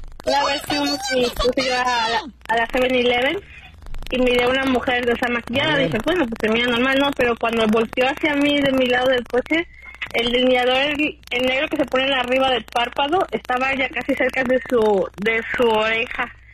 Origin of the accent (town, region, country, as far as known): Mexico City, Mexico; born or raised there